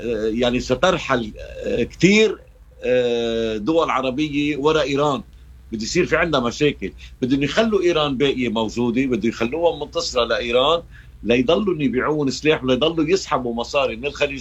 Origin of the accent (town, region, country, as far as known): Lebanon